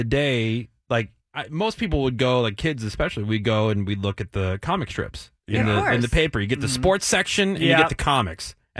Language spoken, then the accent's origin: English; New Jersey, United States; well, I grew up in Jersey.